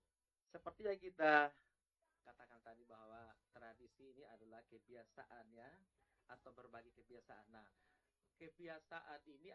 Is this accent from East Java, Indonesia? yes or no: no; East Nusa Tenggara, Indonesia; kalau karena saya orang Sabu, biasanya istilahnya kenoto.